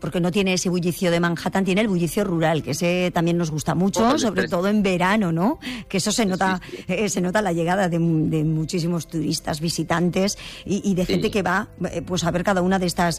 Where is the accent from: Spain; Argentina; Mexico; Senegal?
Spain; Aragon; aquí nuestro territorio en Aragón